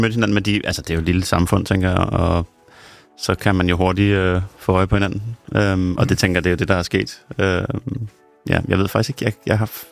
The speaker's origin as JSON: {"language": "Danish", "town": "Rønne", "region": "Capital Region of Denmark", "country": "Denmark", "tie": "born there", "said": "Det er i Rønne, ja."}